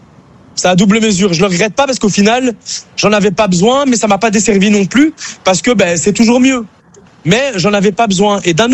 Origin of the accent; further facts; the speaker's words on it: Brussels, Brussels-Capital Region, Belgium; oui je suis belge, oui. Je viens de Bruxelles.